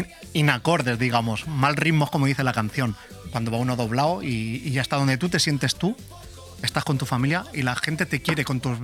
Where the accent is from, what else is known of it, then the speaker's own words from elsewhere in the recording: Bogarra, Castilla-La Mancha, Spain; also born or lived in Albacete / Asturias / Madrid; Albacete capital, aunque soy de un pueblo de Bogarra, de la Dehesa del Val.